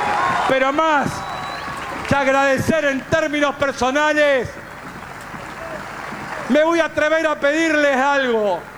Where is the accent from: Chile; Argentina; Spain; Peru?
Argentina; Somos gente grande los argentinos y argentinas.